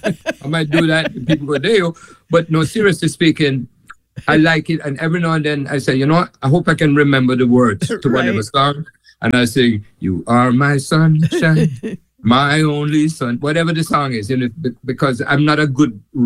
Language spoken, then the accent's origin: English; Jamaica; if I'm in somewhere in the world, that I'm in Estonia or Morocco, it doesn't matter. And they say, where are you from? And I said, Jamaica.